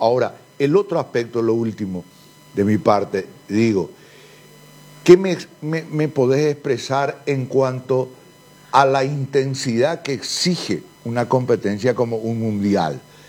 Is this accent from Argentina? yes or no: no; Paraguay; como paraguayo pues siempre queremos lo mejor para nuestra selección